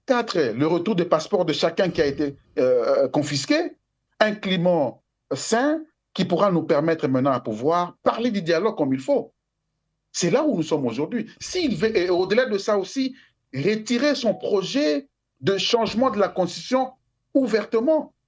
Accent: Sankuru, DR Congo; Moi qui vous parle, je suis un Congolais. Je suis une partie du Sankuru et une partie de l'Est du pays. Je suis de là et de l'autre côté un peu Swahili.

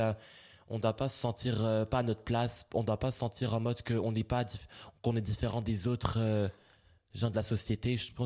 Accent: Belgium; Je suis belge, je suis né en Belgique.

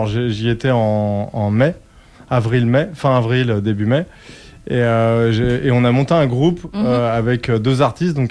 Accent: France; Parce que je suis français.

